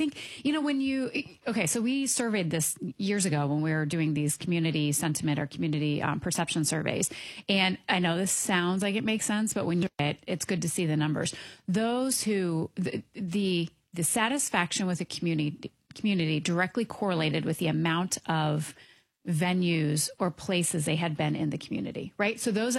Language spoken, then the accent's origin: English; Quincy, Illinois, United States; So I grew up in Quincy, and we had the Quincy Gems, and it was super, super fun.